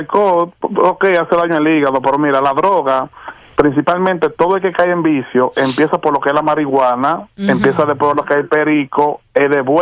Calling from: Boston, Massachusetts, United States

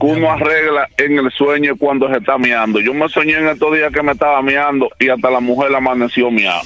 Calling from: Puerto Plata, Dominican Republic; en el barrio mío, allá en Puerto Plata. Yo soy de Puerto Plata.

